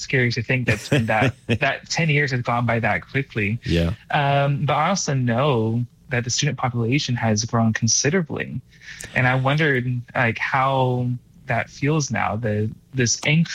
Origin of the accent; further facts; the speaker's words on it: Texas, United States; I know I'm from Texas and this is Virginia.